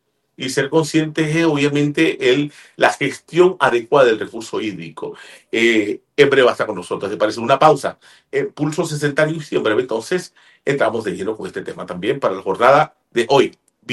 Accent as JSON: {"language": "Spanish", "country": "Panama"}